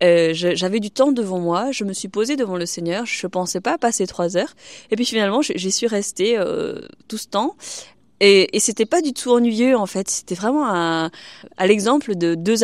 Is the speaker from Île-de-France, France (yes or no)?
yes; Paris, Île-de-France, France; Alors au début de mon enfance, à Paris, j'ai surtout participé à la vie paroissiale d'une paroisse chinoise dans le 3e.